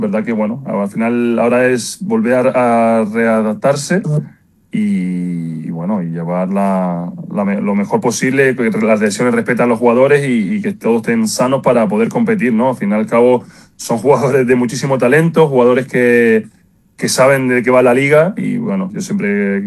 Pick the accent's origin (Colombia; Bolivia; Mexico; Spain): Spain; Canary Islands; mi mayor ilusión era estar en mi isla, en mi tierra